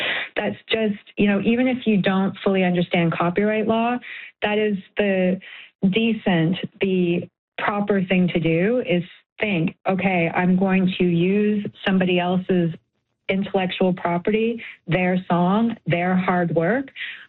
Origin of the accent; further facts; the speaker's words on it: Canada; our music as Canadians